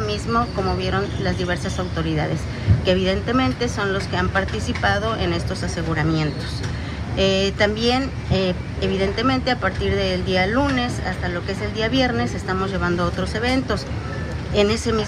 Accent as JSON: {"language": "Spanish", "region": "Guanajuato", "country": "Mexico", "said": "vengo de Guanajuato."}